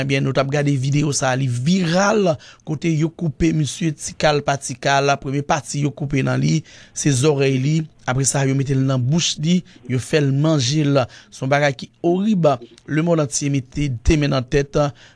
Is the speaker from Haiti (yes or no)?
yes; Haiti; chez nous, en Haïti